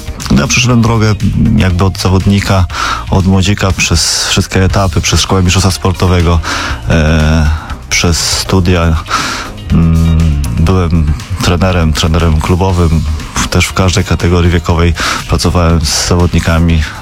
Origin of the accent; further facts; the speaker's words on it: Toruń, Kuyavian-Pomeranian Voivodeship, Poland; Ja wychowałem się na Skarpie. Chodziłem do szkoły podstawowej numer 32.